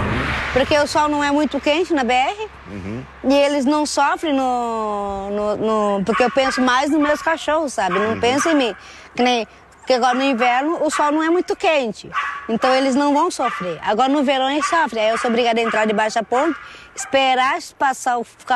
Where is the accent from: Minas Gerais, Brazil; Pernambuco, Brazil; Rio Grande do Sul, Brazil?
Rio Grande do Sul, Brazil; Uruguaiana; moved away; Eu sou de Uruguaiana.